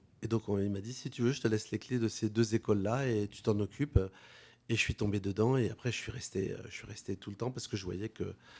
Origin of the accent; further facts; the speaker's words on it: Île-de-France, France; accent: Parisian; moved away; Et ben moi, j'ai démarré en région parisienne, comme mon accent l'indique.